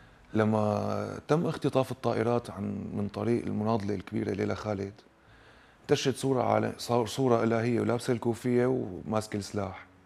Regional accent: Palestine; أنا فلسطيني.

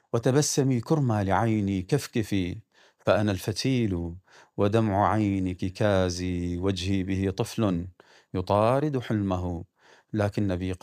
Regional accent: Deir ez-Zor, Deir ez-Zor Governorate, Syria

